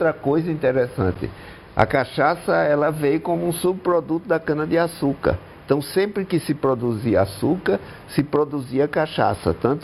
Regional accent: Pernambuco, Brazil; minha terra, exatamente.

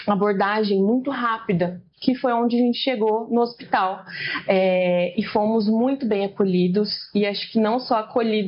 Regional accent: Lins, São Paulo, Brazil; Nós somos da cidade de Lins. Lins é uma hora e meia daqui

